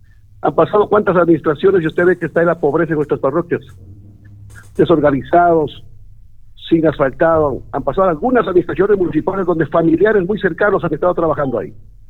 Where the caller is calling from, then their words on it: Chuquiribamba, Loja, Ecuador; Yo soy de Chuquibamba, amigo mío.